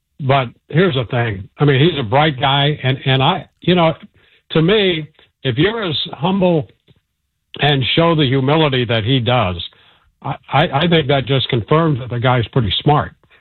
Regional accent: Midwest, United States; I go all the way back to the 60s. You know, I grew up in the Midwest.

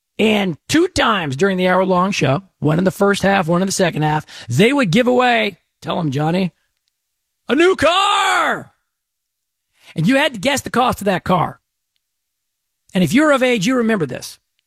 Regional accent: Dallas, Texas, United States; now in Houston, United States; It was on CBS, probably, I don't know, where I grew up in Dallas.

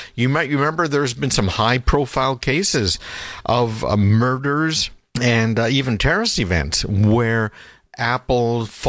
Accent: Canada; I remember growing up in Canada, they had Lipton tea.

